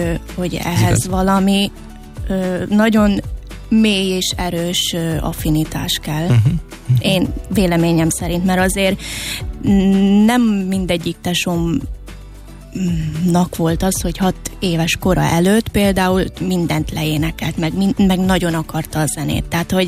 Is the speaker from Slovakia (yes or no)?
yes; Komárno, Nitra Region, Slovakia; Felvidéken születtem, Komáromban, Révkomáromban, és egy kis faluban nevelkedtem tulajdonképpen a szüleimmel, és négy testvéremmel, és ötödik gyerekként születtem.